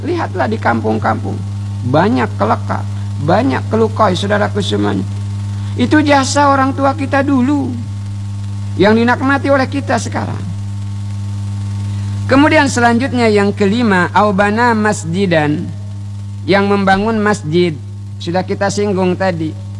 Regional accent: Bangka Belitung Islands, Indonesia; Kita nih warga Bangka luar biasa

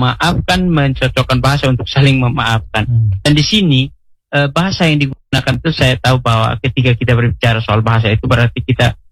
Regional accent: East Nusa Tenggara, Indonesia; ritualnya dalam kalangan kami orang Atoni itu adalah naketi.

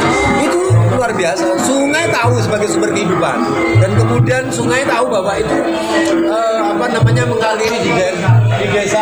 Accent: Polowijen, East Java, Indonesia; saya ini sebenarnya bukan siapa-siapa, tapi karena kamu saya ini dari Polowijen, ya. Empu Topeng Malang itu dari Polowijen.

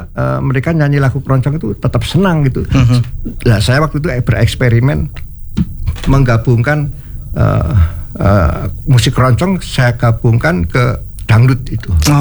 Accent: Solo, Central Java, Indonesia; now in Jakarta, Indonesia; saya menciptakan lagu itu setelah saya hijrah ya, habis dari kota Solo ke Jakarta. Hampir rata-rata lagu-lagu saya itu saya ciptakan yang ada di Jakarta

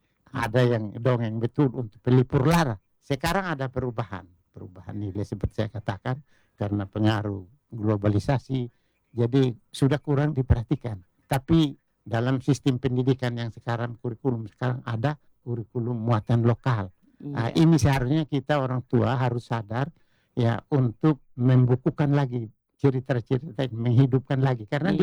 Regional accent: East Nusa Tenggara, Indonesia; sikap perilaku kita sebagai orang Sabu terlihat di dalam diri kita.

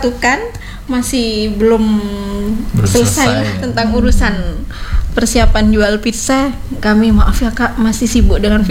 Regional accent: Bondowoso, East Java, Indonesia; moved away as an adult; now in Kupang, Indonesia; Kita satu kota kak, dari Bondowoso, Jawa Timur.

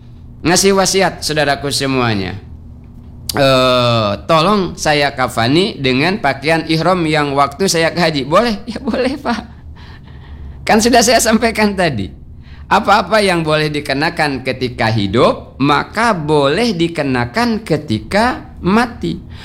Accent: Bangka Belitung Islands, Indonesia; Wajahnya ketak, kata kita orang Bangka, yang terbuka, enggak boleh ditutup, ya.

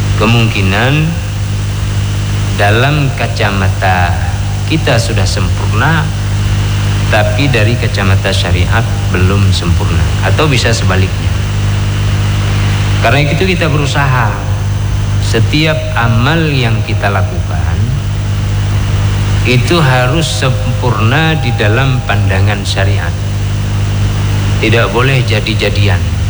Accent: Aceh, Indonesia; bahasa kita orang Aceh memang pala kita

